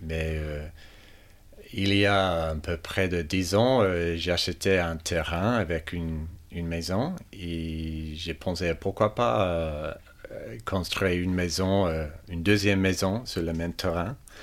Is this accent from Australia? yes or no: yes; Melbourne, Victoria, Australia; born there; French is a second language; je suis né à Melbourne